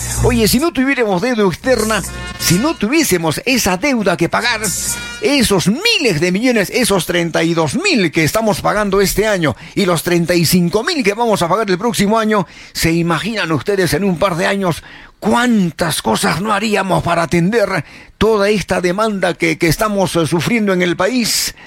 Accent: Peru; No podemos ser tan ingenuos, porque somos pues peruanos.

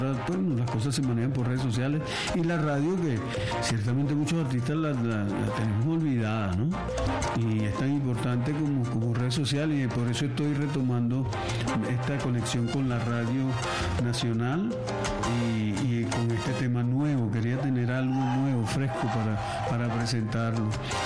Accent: Naiguatá, La Guaira, Venezuela; Yo comencé en mi pueblo, en Naiguatá

